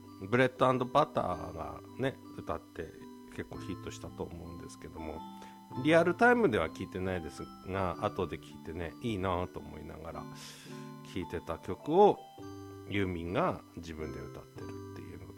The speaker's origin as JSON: {"language": "Japanese", "region": "Tohoku", "country": "Japan", "said": "東北としては、東北人としては"}